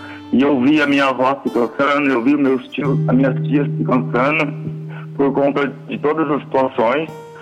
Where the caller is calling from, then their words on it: São José dos Pinhais, Paraná, Brazil; São José dos Pinhais, Paraná.